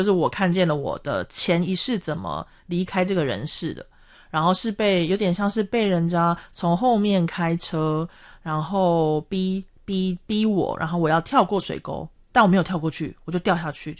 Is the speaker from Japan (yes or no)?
yes; Japan; Chinese is a second language; 对，然后我是一个日本人，